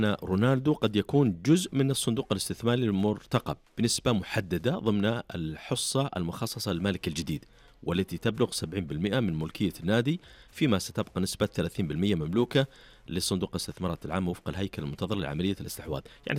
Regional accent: Saudi Arabia; عندنا في السعودية

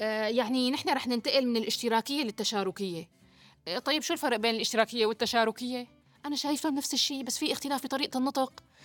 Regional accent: Syria; نحن وأنتو كسوريين عندنا عادة فظيعة

